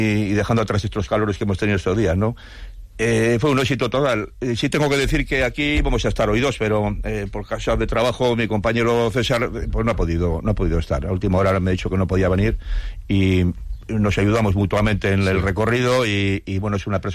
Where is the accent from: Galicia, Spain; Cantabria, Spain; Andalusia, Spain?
Cantabria, Spain; si somos de aquí de Cantabria